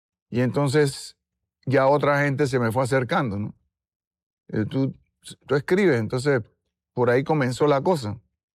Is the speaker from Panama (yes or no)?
yes; Panama; Entonces, yo comencé a mirar hacia adentro y a ver a Panamá, a verme a mí como panameño, ¿no?